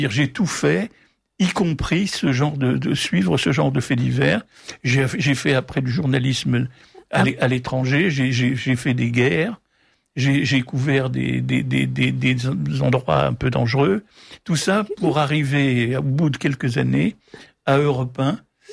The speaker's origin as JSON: {"language": "French", "town": "Paris", "region": "Île-de-France", "country": "France", "said": "je suis parisien, je veux quand même retrouver ma famille à Paris."}